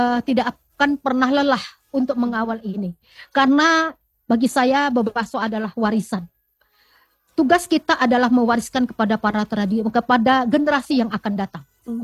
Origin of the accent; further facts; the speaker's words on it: Palembang, South Sumatra, Indonesia; Tapi kita bahasa kita ya tetap bahasa kita. Walaupun ada serapan-serapan dari Jawa, tapi Palembang is Palembang. Palembang adalah Palembang